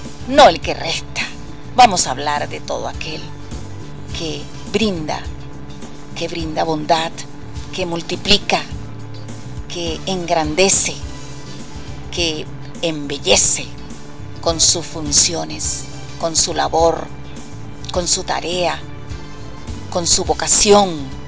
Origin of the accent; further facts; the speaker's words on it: Venezuela; así somos nosotros los venezolanos